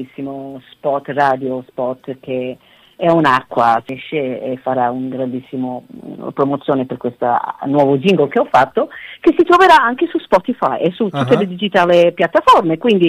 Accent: Melbourne, Victoria, Australia; now in Italy; io sono di Melbourne, e quindi la mia terra mi chiama e mi chiama spesso

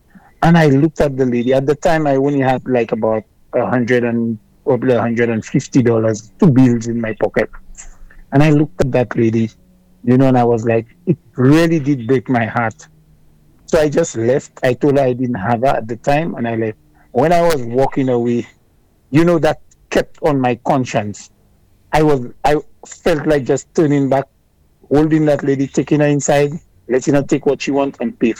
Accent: St. Lucia; I grew up in Marshall

